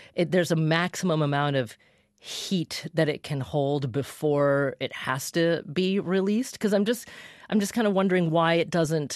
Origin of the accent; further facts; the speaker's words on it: Oregon, United States; I grew up in Oregon, so I'm a lover of coastal upwelling